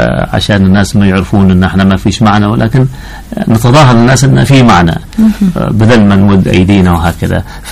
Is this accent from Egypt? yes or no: no; Hadramaut, Yemen; عندنا في حضرموت